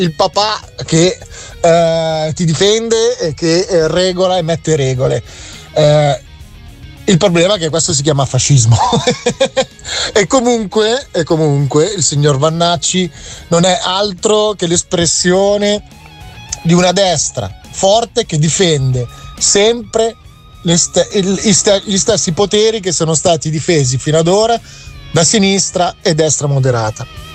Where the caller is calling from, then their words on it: Milan, Lombardy, Italy; da Milano